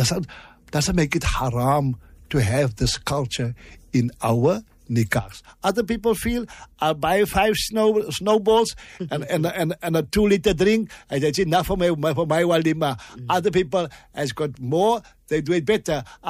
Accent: Cape Town, Western Cape, South Africa; Even when we came down, we had to buy shawls after Eid. Because we come from Cape Town.

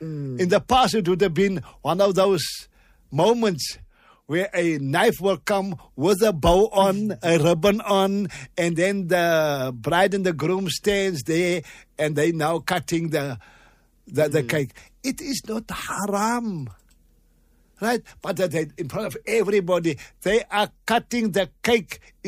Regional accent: Cape Town, Western Cape, South Africa; we come from Cape Town. It is summer in December.

